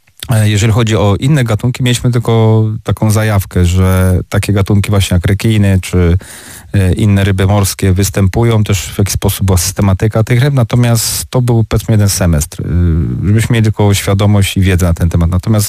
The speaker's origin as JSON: {"language": "Polish", "town": "Gosławice", "region": "Greater Poland Voivodeship", "country": "Poland", "tie": "born or raised there", "moved": "yes", "lives_now": "Opole, Poland", "said": "ja nie pochodzę z Opolszczyzny, ja pochodzę z Gosławic, koło Konina, Wielkopolskie województwo i tam się urodziłem właśnie na hodowli ryb"}